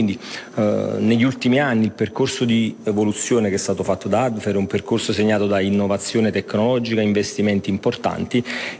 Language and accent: Italian; Naples, Campania, Italy